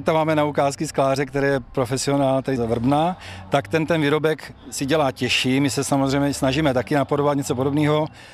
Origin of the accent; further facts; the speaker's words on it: Rapotín, Olomouc Region, Czechia; pocházím z Rapotina, tady kousíček, no a jsem přistěhovalec